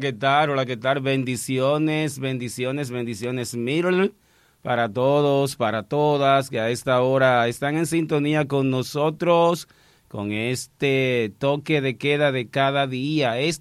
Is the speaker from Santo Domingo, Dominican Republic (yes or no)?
no; Sabana Grande de Boyá, Monte Plata, Dominican Republic; de Sabana Grande de Boyá, de donde yo soy oriundo